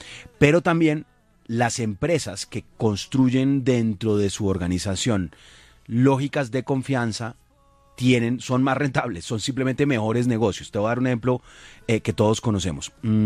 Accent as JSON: {"language": "Spanish", "country": "Colombia"}